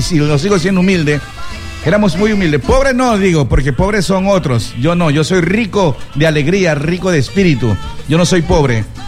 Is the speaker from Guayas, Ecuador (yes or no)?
yes; Guayaquil, Guayas, Ecuador; yo soy guayaquileño, pues yo cuando me crié en mi escuelita, ahí no usaban el chifle. Yo me crié con el encebollado de balde.